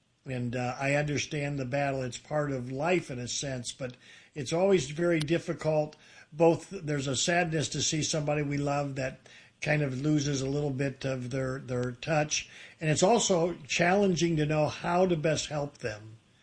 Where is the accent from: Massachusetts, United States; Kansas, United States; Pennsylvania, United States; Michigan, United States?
Michigan, United States; Detroit; moved away as an adult; also born or lived in Mount Clemens, Michigan / Novi, Michigan; now in Houston, United States; was born in Mount Clemens, and I was raised in downtown Detroit. I went to Cass Tech High School, and then when I left the city, I was living in Novi.